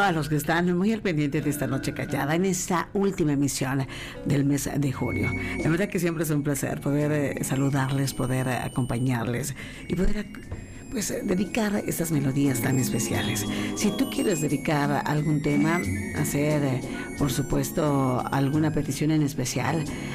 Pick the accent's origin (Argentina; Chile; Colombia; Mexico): Mexico; reunirnos como mexicanos